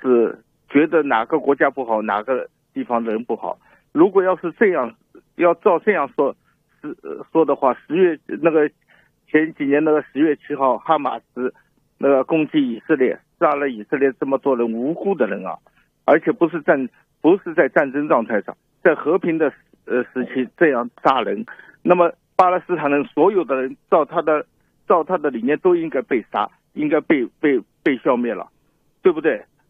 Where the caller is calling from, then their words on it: Canada; 我们都是加拿大人